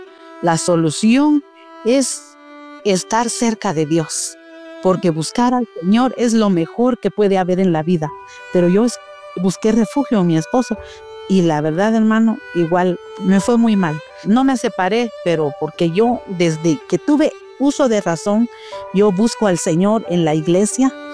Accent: Guatemala; soy de Guatemala

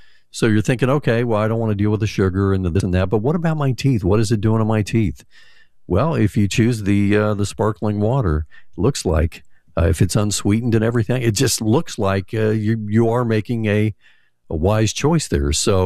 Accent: Lafayette, Indiana, United States; my hometown, shout out Lafayette, Indiana.

